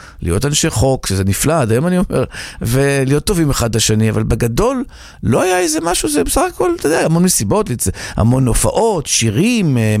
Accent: Tel Aviv, Tel Aviv District, Israel; גדלתי ברמת אביב, למדתי בית ספר אליאנס ברמת אביב, אמא אוסטרו-הונגרית

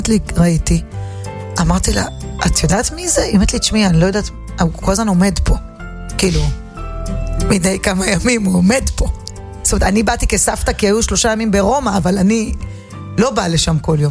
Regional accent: Bnei Brak, Tel Aviv District, Israel; אני בכלל מבני ברק

